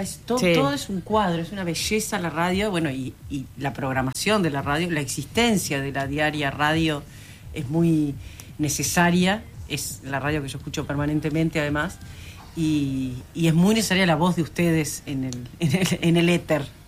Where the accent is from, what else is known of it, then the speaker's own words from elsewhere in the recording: Paysandú, Uruguay; accent: sanducero; moved away as an adult; now in Montevideo, Uruguay; Yo de Paysandú.